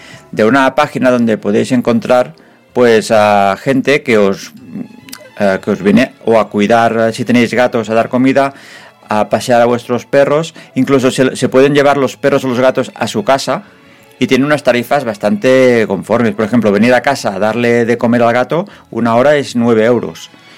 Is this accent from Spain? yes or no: yes; Mataró, Catalonia, Spain; Mejor, nosotros somos de Mataró y hay dos de Mataró, pero hay gente de la comarca que se desplaza y viene.